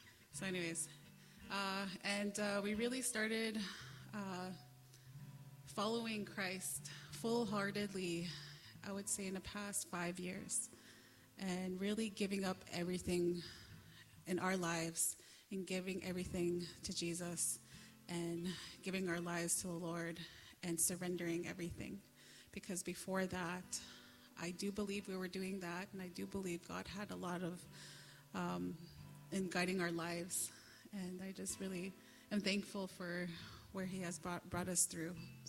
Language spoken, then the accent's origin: English; Winnipeg, Manitoba, Canada; also born or lived in Island Lake, Manitoba; We're originally from Island Lake, which is northeast Manitoba. Very isolated community we come from. And I grew up in Winnipeg, though.